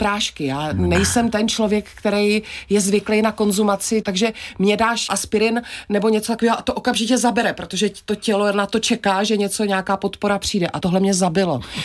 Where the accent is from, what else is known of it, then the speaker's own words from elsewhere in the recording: Moravia, Czechia; třeba na poli u nás na Moravě, když zafouká vítr a jsi na senách, tak je taky sucho